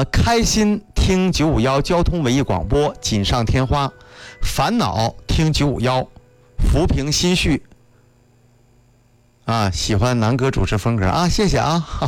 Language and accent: Chinese; Northeast China, China; 作为一个东北人哈，真的对云南风格的歌不是那么太了解。